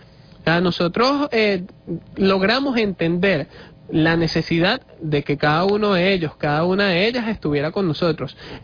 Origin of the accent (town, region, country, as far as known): Venezuela